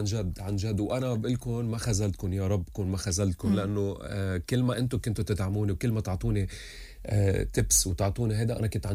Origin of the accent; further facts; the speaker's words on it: Lebanon; moved away; هذا بيرفع بخلينا ننبسط كلبنانيه